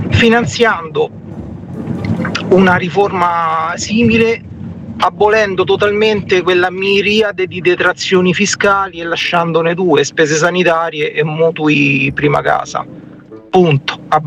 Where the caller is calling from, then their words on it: Frascati, Lazio, Italy; da Frascati